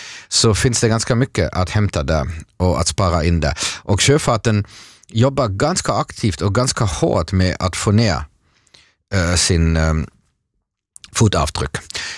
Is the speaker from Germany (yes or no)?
yes; Mönchengladbach, North Rhine-Westphalia, Germany; Swedish is a second language; now in Sweden; och jag talade med min bror som bor i Mönchengladbach vid holländska gränsen. Där är det redan nu tidigt på morgon 30 grader och förväntas idag 39 grader. Jag har ju vuxit upp där och tillbringar min barndom